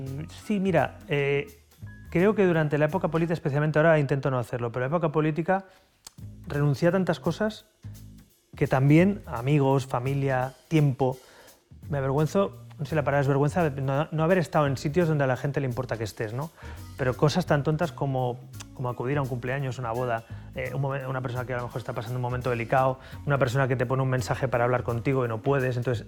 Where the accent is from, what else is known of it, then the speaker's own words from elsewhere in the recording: Barcelona, Catalonia, Spain; Yo soy de la Barceloneta, mi familia es de Málaga, yo soy mediterráneo.